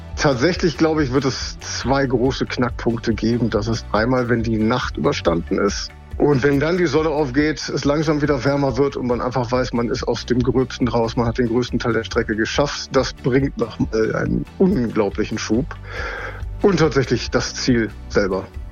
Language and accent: German; Düsseldorf, North Rhine-Westphalia, Germany; ich wollte irgendwas in meiner Heimatstadt machen. Dazu habe ich tatsächlich auf der Seite der Stadt Düsseldorf die offiziellen Stadtgrenzen gefunden